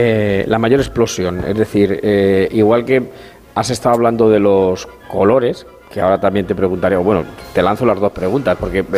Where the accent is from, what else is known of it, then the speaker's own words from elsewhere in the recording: Fernán Caballero, Castilla-La Mancha, Spain; Lo tuve que tirar el año pasado porque porque fui pregonero de mi pueblo, de Fernán Caballero, y me dieron un cigarro.